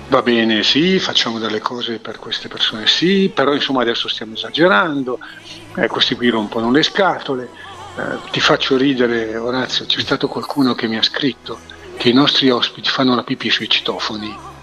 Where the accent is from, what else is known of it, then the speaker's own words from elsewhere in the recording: Milan, Lombardy, Italy; E non per niente io amo ricordare da milanese che qui a Milano, alla stazione centrale, al binario 21